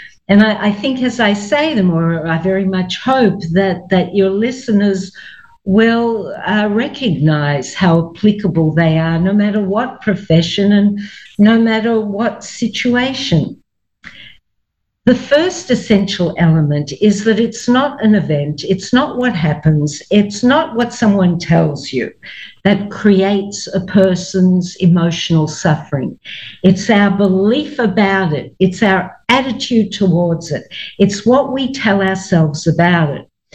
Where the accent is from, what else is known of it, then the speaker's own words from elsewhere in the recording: Melbourne, Victoria, Australia; accent: Australian; moved away as an adult; now in New York, United States; It's Australian. It won't leave me, though I've lived in New York for 20-something years. I was born, raised, educated in Melbourne or Melbourne, Australia